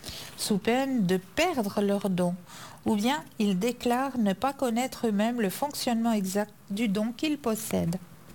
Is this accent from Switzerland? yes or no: yes; Switzerland; ici chez nous en Suisse